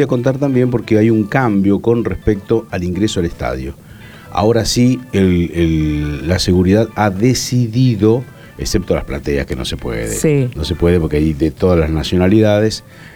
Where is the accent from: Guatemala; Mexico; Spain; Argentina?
Argentina